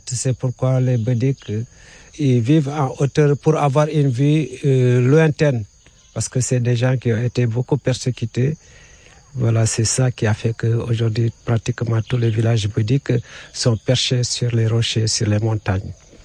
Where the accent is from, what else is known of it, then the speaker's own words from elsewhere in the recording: Echuar, Kédougou, Senegal; born there; Vous avez les Banapas qui sont à Echuar, mon village natal, et Bantata sur la piste des cotonniers.